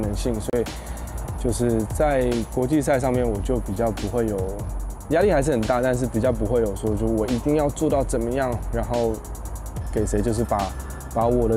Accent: Taiwan

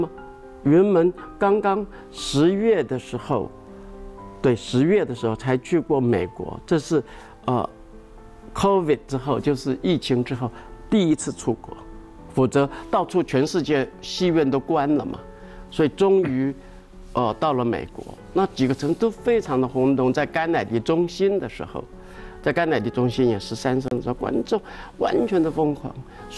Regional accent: Xingang, Chiayi County, Taiwan; 我的故乡新港，我们的老家，被县政府指定为古迹

